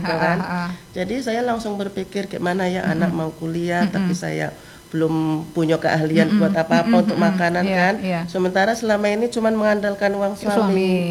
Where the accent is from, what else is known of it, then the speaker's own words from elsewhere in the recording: Kebumen, Central Java, Indonesia; moved away; saya ingat di kampung saya kan di sini merantau